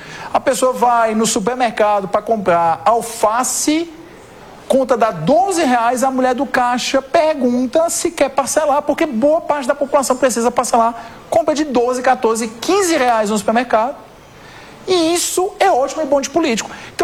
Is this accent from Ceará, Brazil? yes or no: yes; Ceará, Brazil; Eu sou do Nordeste, eu te garanto uma coisa. Se você for ao interior do meu estado, Ceará, que a maioria absoluta das cidades tem um nível educacional sofrível